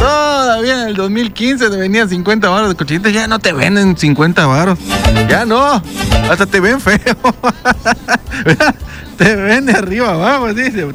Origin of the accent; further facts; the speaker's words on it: Quintana Roo, Mexico; Pero no, yo soy quintanarroense, güey. Quintanarroense, güey.